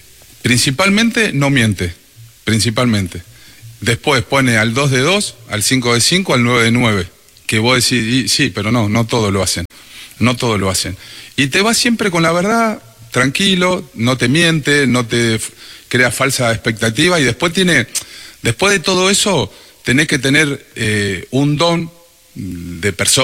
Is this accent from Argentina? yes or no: yes; Argentina; Yo soy muy argentino, soy. Después de argentino soy sudamericano.